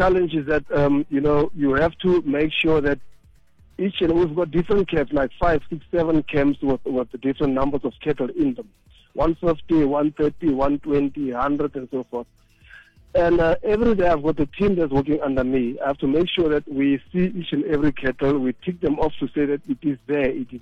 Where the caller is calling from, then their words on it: Kimberley, Northern Cape, South Africa; From Kimberley, Northern Cape.